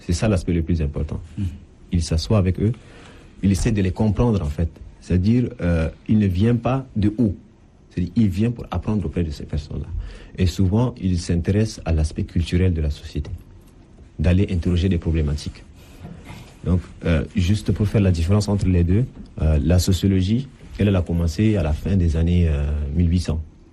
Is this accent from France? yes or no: no; N'Djamena, Chad; born there